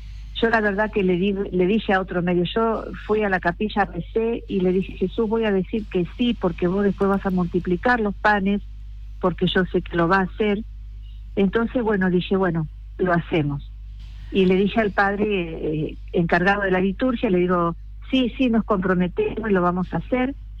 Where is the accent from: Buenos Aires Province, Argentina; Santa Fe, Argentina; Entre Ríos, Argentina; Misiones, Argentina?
Santa Fe, Argentina; Rosario; now in Córdoba, Argentina; Somos de Rosario nosotras. Yo ya estoy viviendo en Córdoba, viene mi prima a darnos una mano